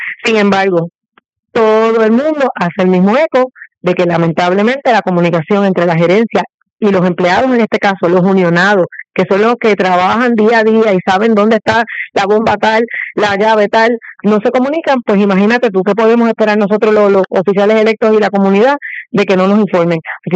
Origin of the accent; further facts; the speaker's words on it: Carolina, Puerto Rico; no es la primera vez que nosotros en la zona de Carolina vivimos esto. Yo soy residente de Carolina de toda mi vida, así que he vivido más de un racionamiento.